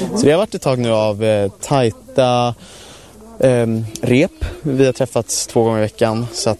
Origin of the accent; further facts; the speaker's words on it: Nacka, Stockholm County, Sweden; Jag är från Nacka.